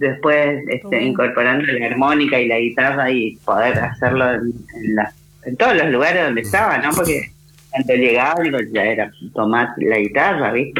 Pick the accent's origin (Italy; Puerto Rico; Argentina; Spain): Argentina; Mercedes, Corrientes; moved away; en mi pueblo, en nuestra tierra natal, Mercedes Corrientes